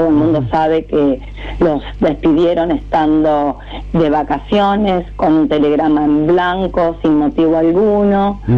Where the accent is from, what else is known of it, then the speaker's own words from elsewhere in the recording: Fuentes, Santa Fe, Argentina; born there; now in Casilda, Argentina; yo soy nacida de Fuente